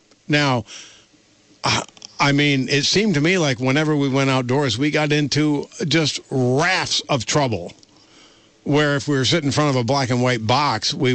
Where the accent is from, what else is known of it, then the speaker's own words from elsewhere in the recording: Dorset, Vermont, United States; as a kid growing up in South Dorset in the early 50s.